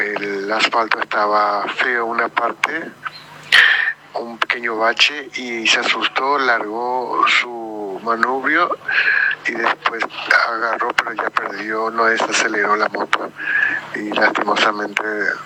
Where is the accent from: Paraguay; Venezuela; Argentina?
Paraguay; Ciudad del Este, Alto Paraná; Bueno, yo soy de Ciudad del Este.